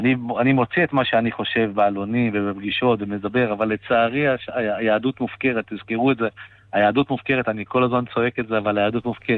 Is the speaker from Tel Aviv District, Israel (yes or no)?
yes; Tel Aviv, Tel Aviv District, Israel; אני תל אביבי שמתעסק גם בענף המסעדות